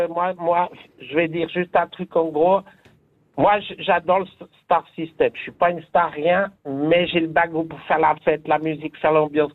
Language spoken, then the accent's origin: French; Lausanne, Vaud, Switzerland; also born or lived in Montreux; Je suis né à Lausanne, j'ai fait 5 ans à Lausanne. Après, j'ai fait Cublan, Montreux, j'ai tout fait.